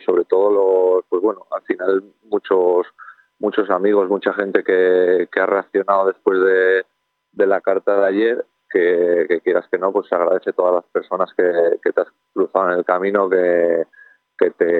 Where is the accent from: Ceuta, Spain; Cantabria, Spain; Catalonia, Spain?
Cantabria, Spain; born there; el equipo de mi pueblo, el que considero mi equipo, que es el Escudo